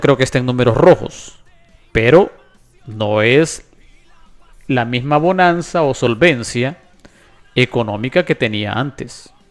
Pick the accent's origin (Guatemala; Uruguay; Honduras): Honduras; yo como hondureño